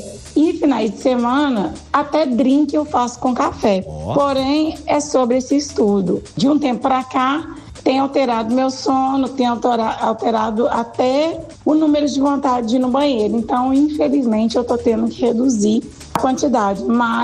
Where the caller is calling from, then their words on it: Lagoa Santa, Minas Gerais, Brazil; sou aqui de Lagoa Santa.